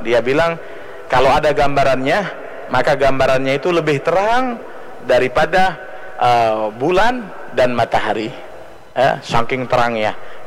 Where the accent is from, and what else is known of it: Indonesia